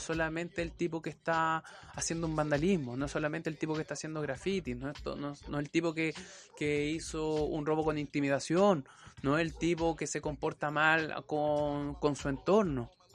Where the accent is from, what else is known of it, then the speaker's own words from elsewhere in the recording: Vallenar, Atacama, Chile; also born or lived in Viña del Mar; Sí, pero yo soy de Vallenar, pero estaba viviendo en Viña en ese momento.